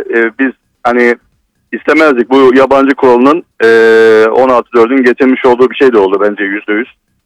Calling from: Mersin, Turkey; Mersin'den.

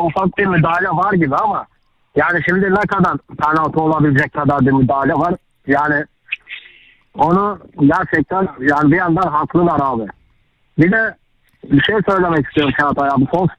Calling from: Istanbul, Turkey; İstanbul'dan

